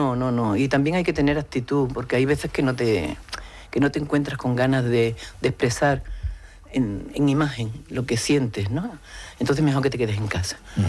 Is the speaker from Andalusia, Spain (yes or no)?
yes; Huelva, Andalusia, Spain; Yo soy de Huelva.